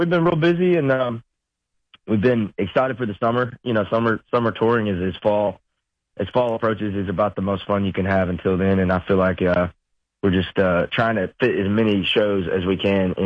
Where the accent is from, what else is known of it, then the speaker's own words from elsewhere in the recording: Fayetteville, Georgia, United States; Yeah, man, I'm a guy from Fayetteville, Georgia, born and raised on traditional country music that also fell in love with indie rock and anything alternative.